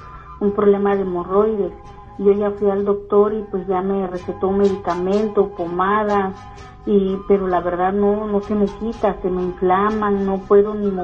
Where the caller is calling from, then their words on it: Melissa, Texas, United States; De Melissa.